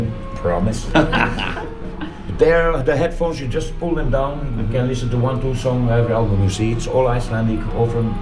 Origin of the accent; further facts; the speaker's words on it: Belgium; Jeg er opprunnelig fra Belgien.